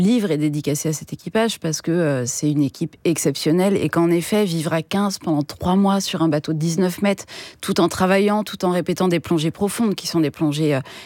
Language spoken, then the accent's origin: French; Troyes, Grand Est, France; also born or lived in Paris; moi, je suis née à Paris, j'ai grandi à Troyes, en Champagne.